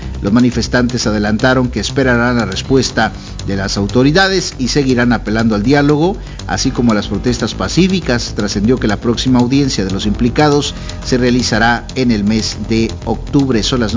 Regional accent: Mexico

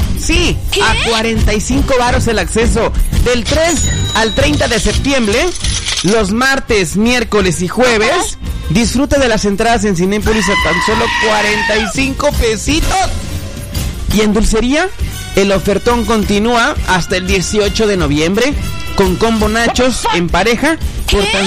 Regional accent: Chiapas, Mexico

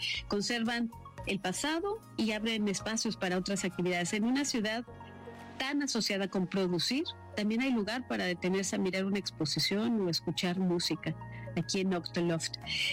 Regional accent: Mexico; Para nosotros como mexicanos, para mí como mexicana

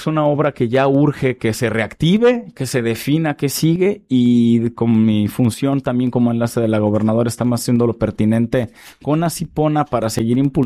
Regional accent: Manzanillo, Colima, Mexico; El tema es que la ciudad funcione mejor para los manzanillenses, que funcione mejor para nosotros y nuestras familias.

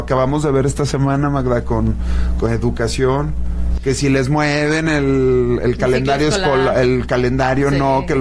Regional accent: Mexico

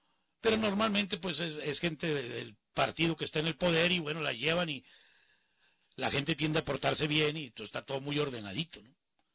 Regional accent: Mexico; si somos mexicanos y orgullosos nos sentimos

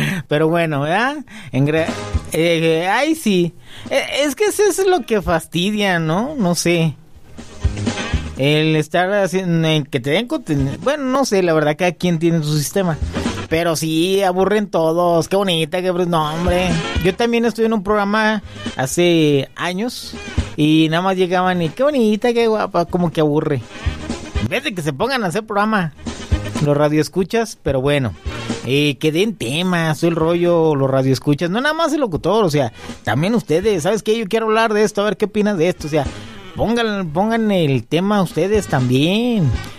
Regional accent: Mexico; somos mexicanos.

